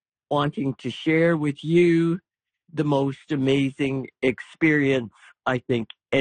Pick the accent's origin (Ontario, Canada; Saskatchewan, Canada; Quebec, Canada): Saskatchewan, Canada; Saskatoon; Hi there. … from Saskatoon, Saskatchewan.